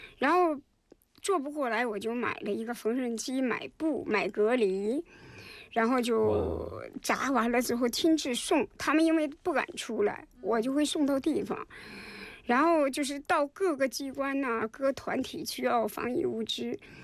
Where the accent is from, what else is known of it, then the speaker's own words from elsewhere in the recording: China; now in South Korea; 我们作为中国人